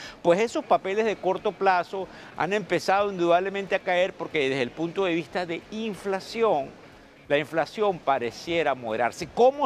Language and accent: Spanish; Venezuela; Yo personalmente como venezolano